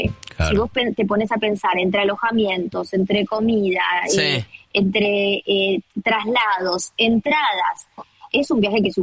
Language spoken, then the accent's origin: Spanish; Argentina; te pregunta de dónde sos, Argentina